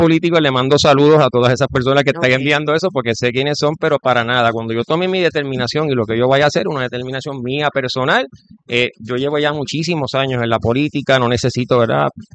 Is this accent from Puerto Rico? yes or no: yes; Cataño, Puerto Rico; Yo soy de Cataño, al igual que muchas otras personas que están en el equipo, ¿verdad?, del municipio de Cataño.